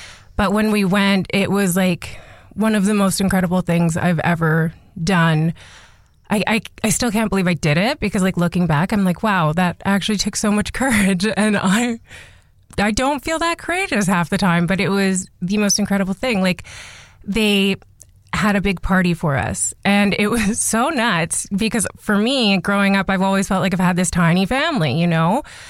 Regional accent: Prince George, British Columbia, Canada; born there; Yes, I am. So I was born in Prince George.

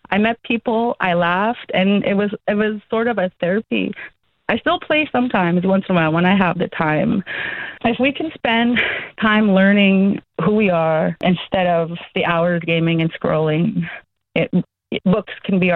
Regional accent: Frog Lake First Nation, Alberta, Canada; So I grew up without the internet. So I was a tomboy. My parents raised us traditionally. So we went to ceremonies.

